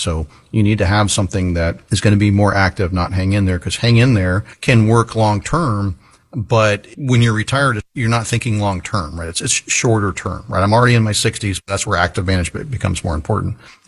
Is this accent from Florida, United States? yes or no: yes; Florida, United States; Yeah, I was born and raised in Florida.